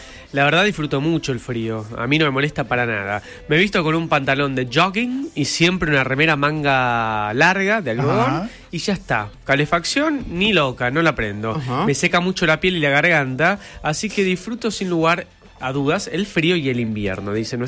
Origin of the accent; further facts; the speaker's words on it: Venezuela; Yo soy de otro país donde el invierno no existe, porque soy de Venezuela.